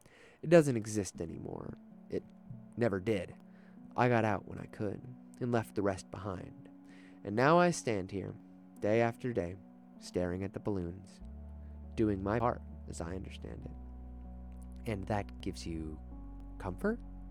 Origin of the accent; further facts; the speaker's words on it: London, United Kingdom; I grew up in London. Huge city, a vast metropolis.